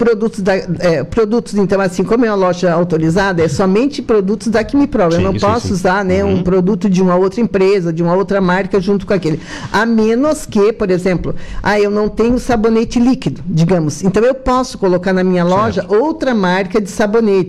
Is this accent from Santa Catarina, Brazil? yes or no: yes; Araranguá, Santa Catarina, Brazil; now in Sombrio, Brazil; Mas a minha terra, né, do coração é Araranguá. Como eu digo, minha mãe enterrou nosso zumbigo aqui em Araranguá, né?